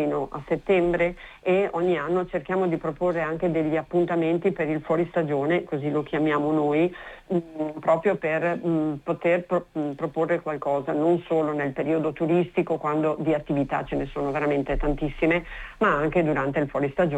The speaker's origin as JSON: {"language": "Italian", "town": "Cortina d'Ampezzo", "region": "Veneto", "country": "Italy", "said": "io sono di Cortina, quindi per me è una cosa abbastanza abituale"}